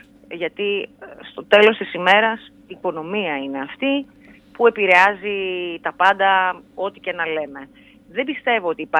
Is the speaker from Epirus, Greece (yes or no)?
no; Thessaloniki, Central Macedonia, Greece; έτσι μεγάλωσα στη Θεσσαλονίκη